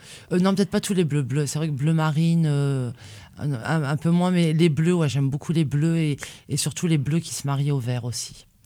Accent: Algeria; moved away as an adult; je suis née en Algérie, que j'ai vécu jusqu'à l'âge de 19 ans

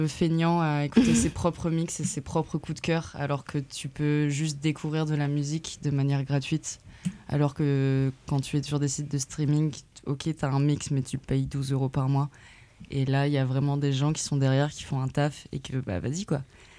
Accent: Caen, Normandy, France; moved away; je viens de Caen.

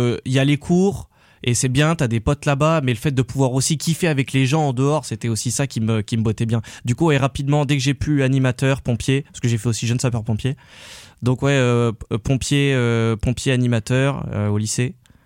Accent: Grenoble, Auvergne-Rhône-Alpes, France; born or raised there

